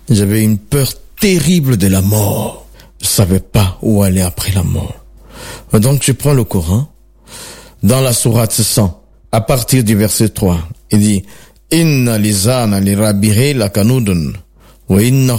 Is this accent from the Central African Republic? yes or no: no; Côte d’Ivoire; je suis originaire de la Côte d'Ivoire.